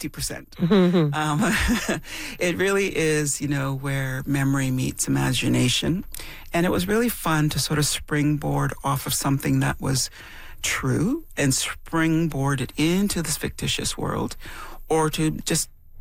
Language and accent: English; Temagami, Ontario, Canada; When I grew up in Tomogamy, Northern Ontario, but I think this is true for all across Canada, really, at the time